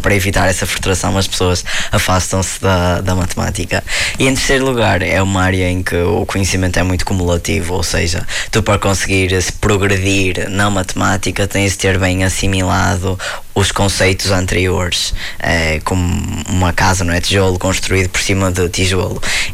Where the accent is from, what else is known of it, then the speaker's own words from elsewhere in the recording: Guimarães, Norte, Portugal; Sou de Guimarães, por coincidência.